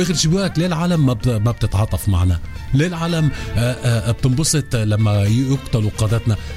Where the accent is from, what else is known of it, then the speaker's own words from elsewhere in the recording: Lebanon; يعني جمال شعيب العامل بقناة المنار الإرهابية عندنا بلبنان